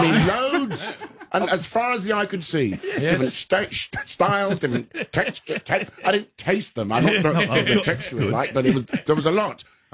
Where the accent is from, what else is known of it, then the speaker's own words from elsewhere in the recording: London, United Kingdom; I come from London, and my palate, I think, is quite sophisticated.